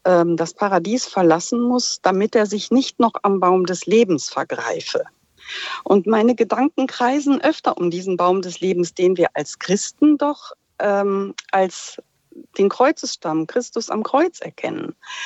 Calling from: Friedrichsdorf, Hesse, Germany; Ich komme aus Friedrichsdorf im Vordertaunus.

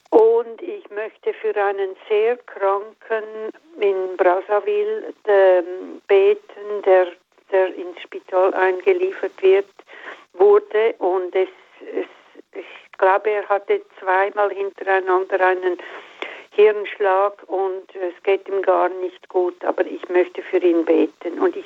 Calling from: Bourgogne-Franche-Comté, France; aus dem Südburgund.

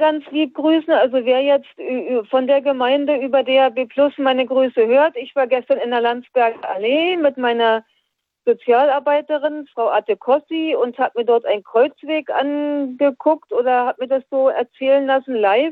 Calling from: Berlin, Germany; Dann der Gruß aus Berlin nach Bayern.

